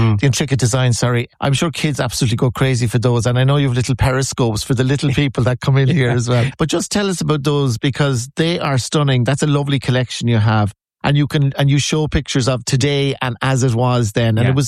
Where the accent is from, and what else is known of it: Cork, Munster, Ireland; born there